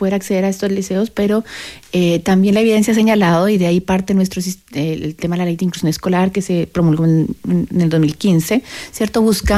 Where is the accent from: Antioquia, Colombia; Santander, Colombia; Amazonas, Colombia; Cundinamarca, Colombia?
Antioquia, Colombia; Medellín; now in Chile; Yo soy de la ciudad más linda del mundo. Adivine, Medellín